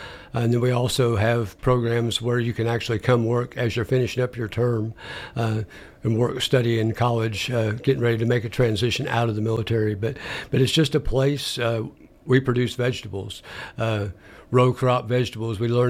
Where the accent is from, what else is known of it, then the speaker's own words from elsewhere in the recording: Missouri, United States; moved away as an adult; also born or lived in Tennessee; now in Columbia, Missouri, United States; I'm from Southeast Missouri, but have lived in Tennessee for the last almost 40 years.